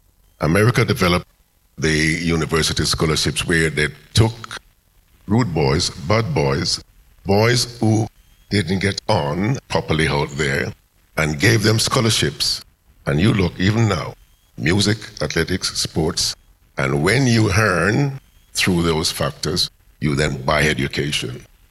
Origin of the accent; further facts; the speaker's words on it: Kingston, Jamaica; So I grew up in West Kingston with all my brothers and sisters